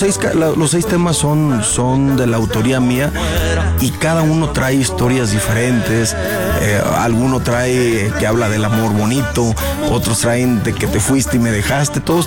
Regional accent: Nayarit, Mexico; Fíjate que este video se grabó allá en mi estado, Nayarit

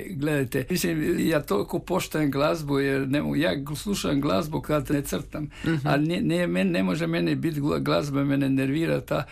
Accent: Krapina-Zagorje County, Croatia; a ja kao lukavi Zagorac, ja sam jednostavno išao tamo

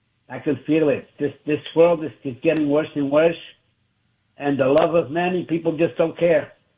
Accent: New York, United States; now in Florida, United States; I'm out here in Florida. I'm originally from New York.

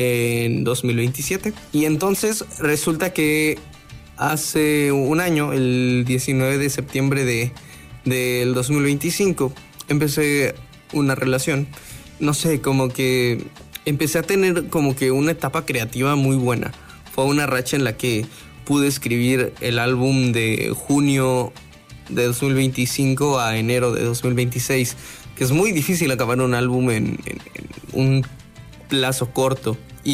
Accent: Chiapas, Mexico; ir a un festival y decir con todo el orgullo que le tengo a mi estado, soy de Chiapas

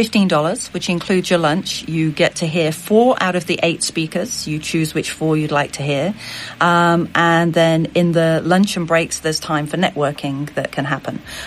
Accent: United Kingdom; moved away as an adult; now in Wiesbaden, Germany; I'm the British lady here.

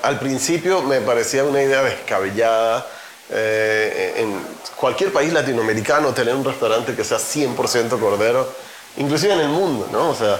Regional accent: Venezuela

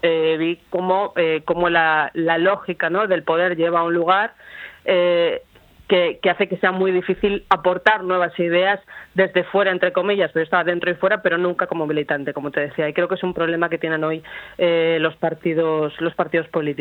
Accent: Castile and León, Spain; also born or lived in Argentina; cosa que ya había pasado en mi comunidad. Hasta desde Castilla y León fue la primera comunidad autónoma donde se produjo ese pacto.

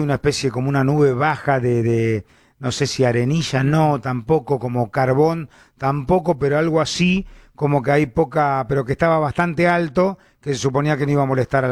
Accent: Argentina

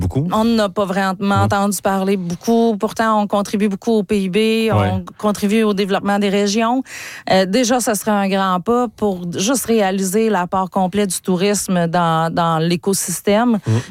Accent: Montreal, Quebec, Canada; moi, je suis originaire de Montréal

